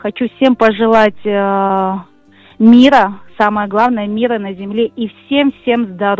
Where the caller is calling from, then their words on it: Kaspiysk, Dagestan, Russia; Я вам звоню с Каспийска.